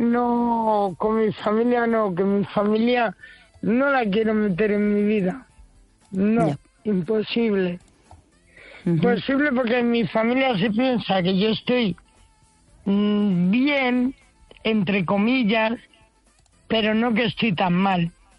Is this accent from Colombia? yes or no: no; Madrid, Community of Madrid, Spain